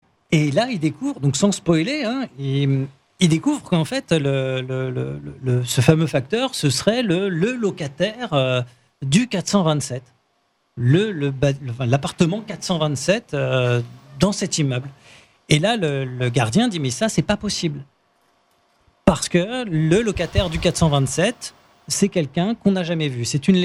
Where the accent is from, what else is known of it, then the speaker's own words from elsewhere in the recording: Cergy, Île-de-France, France; je suis de Cergy.